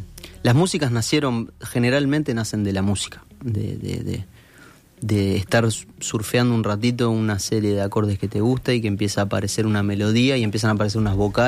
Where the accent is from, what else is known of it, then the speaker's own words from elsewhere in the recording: Uruguay; yo como uruguayo suéltame no lo digo, pero después es como todo tratado de hablar como hablamos nosotros